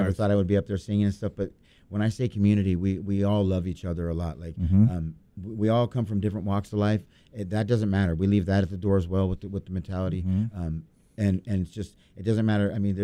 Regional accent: Lake Havasu City, Arizona, United States; I'm from Lake Havasu.

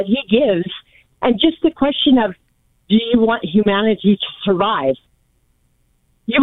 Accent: Placerville, California, United States; moved away as an adult; also born or lived in Orange County, California; now in Bullhead City, United States; Okay, yeah, I moved out here from Orange County. I'm originally from Placerville, California.

